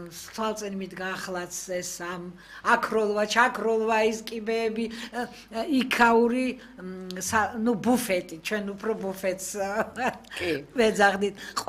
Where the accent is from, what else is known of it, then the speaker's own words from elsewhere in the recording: Tbilisi, Georgia; მე სხვა თბილისში გავიზარდე, ისე მენატრება.